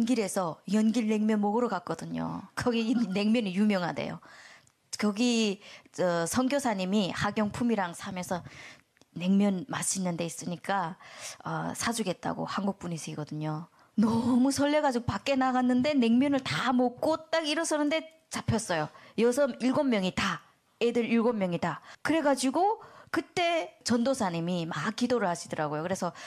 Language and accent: Korean; North Korea; 우리 북한에서 왔고 하니까 이제 위험하구나 해가지고